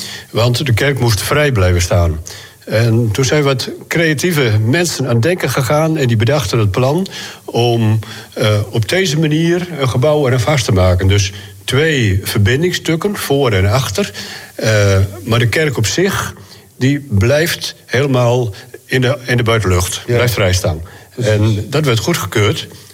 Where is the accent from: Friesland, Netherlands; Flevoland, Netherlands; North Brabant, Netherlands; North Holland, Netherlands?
Friesland, Netherlands; now in Drenthe, Netherlands; ik ben een Fries